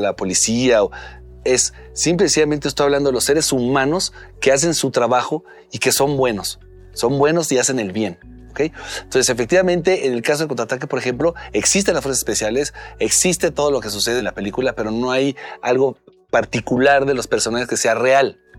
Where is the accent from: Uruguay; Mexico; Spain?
Mexico; Y eso me hace sentir orgulloso como mexicano